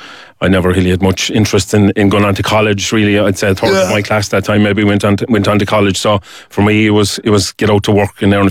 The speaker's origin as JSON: {"language": "English", "town": "Newcastle West", "region": "County Limerick", "country": "Ireland", "tie": "born there", "said": "I was born in 75 in Newcastle West, County Limerick. One of eight kids, as you say. I have five sisters and two brothers."}